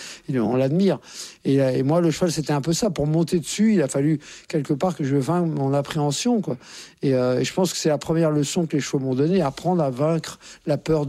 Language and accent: French; Courbevoie, Île-de-France, France; born there; mais je suis né à Courbevoie, donc c'est pas une région, comme chacun sait, qui ne pullule pas de chevaux.